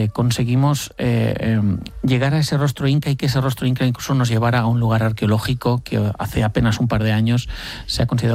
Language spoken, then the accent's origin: Spanish; Spain; imagínate, como español blanquito que llega allí